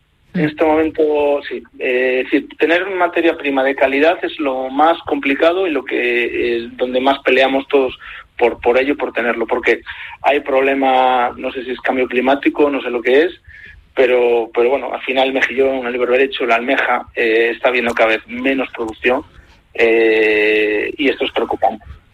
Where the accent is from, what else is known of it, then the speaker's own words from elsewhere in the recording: Noia, Galicia, Spain; Y yo, es que además soy de Noya, por eso tengo que presumir también del pueblo.